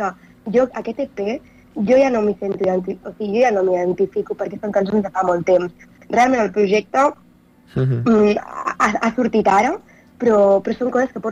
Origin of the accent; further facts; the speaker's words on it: Catalonia, Spain; i clar, me fa molta il·lusió perquè jo soc de l'Alt Empordà